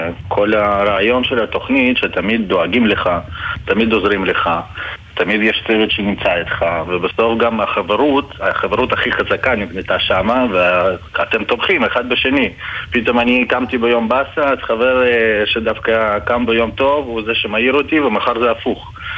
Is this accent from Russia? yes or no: yes; Russia; now in Israel; אני הייתי שנתיים אחריה ועליתי מרוסיה.